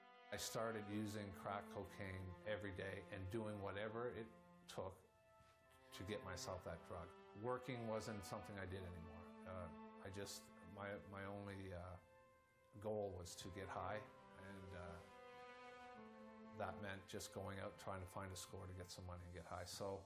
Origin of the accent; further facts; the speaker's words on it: Saint John, New Brunswick, Canada; I grew up in St. John, New Brunswick, into just a relatively normal, typical home.